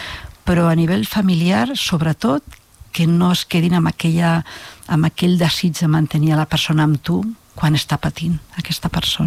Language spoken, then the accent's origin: Catalan; Barcelona, Catalonia, Spain; now in Gurb, Spain; Jo sóc de Barcelona i tinc les meves germanes a Barcelona i els meus amics i pujo i baixo contínuament.